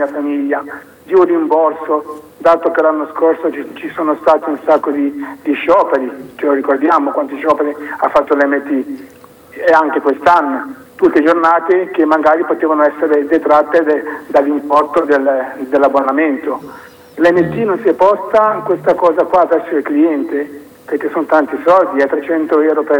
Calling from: Genoa, Liguria, Italy; da buon genovese insomma che sono

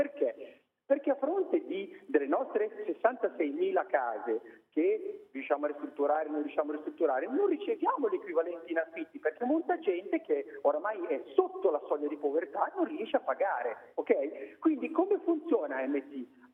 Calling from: Savona, Liguria, Italy; io sono di Savona

